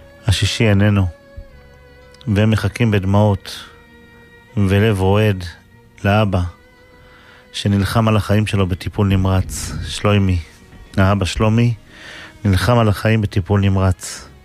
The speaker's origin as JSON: {"language": "Hebrew", "town": "Safed", "region": "Northern District", "country": "Israel", "tie": "born or raised there", "said": "קבור בצפת ברחוב לוחמי הגטאות. שם גדלנו, היינו הולכים הרבה פעמים לקבר הזה של הצדיק הקדוש הזה"}